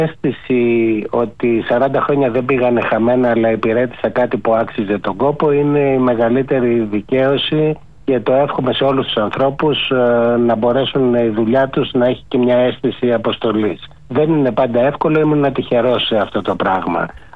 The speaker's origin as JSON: {"language": "Greek", "country": "Greece", "moved": "yes"}